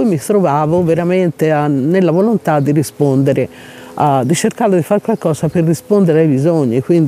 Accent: Tuscany, Italy; un po' siamo toscani

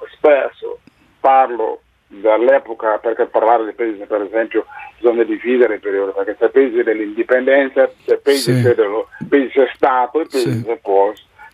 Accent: Guinea; questo a un certo punto mi ha portato ad essere persona non grata nel mio paese, sì, in Guinea, sì.

